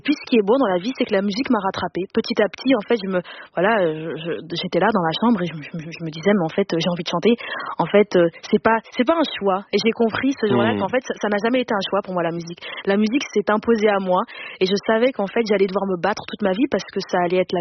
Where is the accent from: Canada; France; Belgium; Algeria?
Belgium; Denderleeuw, Flanders; parce que non seulement j'ai grandi en Belgique, et puis j'ai grandi dans une petite commune qui s'appelle Denderleu.